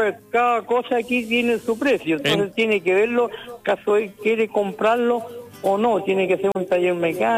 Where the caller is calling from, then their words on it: Copiapó, Atacama, Chile; De Copiapó, señor.